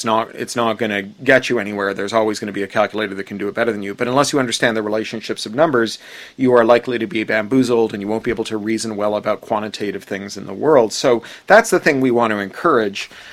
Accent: Toronto, Ontario, Canada; I grew up in Toronto. Like all the best Americans, I'm Canadian.

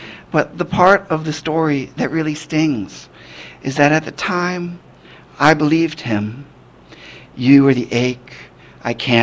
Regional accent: Cleveland, Ohio, United States; Cleveland, my hometown. Chadbourne, the street I grew up on.

